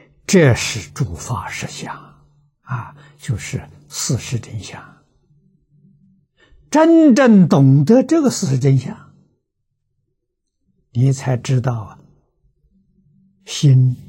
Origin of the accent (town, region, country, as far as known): China